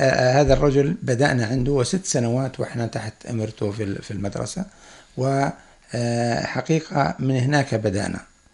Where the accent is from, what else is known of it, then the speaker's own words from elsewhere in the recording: Ira, Balqa Governorate, Jordan; moved away as an adult; also born or lived in Greece; إحنا بدأنا مدرستنا في ذلك الوقت في قريتنا، في القرية واسمها عيرة في غرب السلط، غرب جنوب السلط